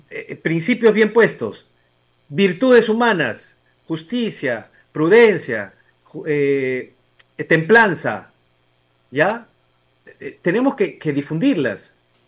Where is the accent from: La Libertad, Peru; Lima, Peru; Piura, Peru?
Lima, Peru; born there; yo nací acá en Lima, ya. Pero ¿qué culpa tengo yo de haber nacido aquí? Pero mis papás son del interior.